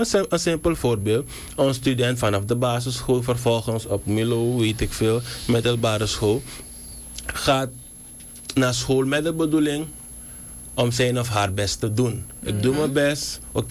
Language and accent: Dutch; Suriname